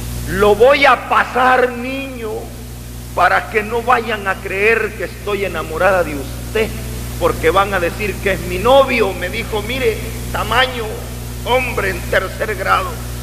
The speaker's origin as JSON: {"language": "Spanish", "town": "Santa Rosa de Lima", "region": "La Unión", "country": "El Salvador", "tie": "born or raised there", "said": "Yo nací en Santa Rosa de Lima, en el departamento de La Unión."}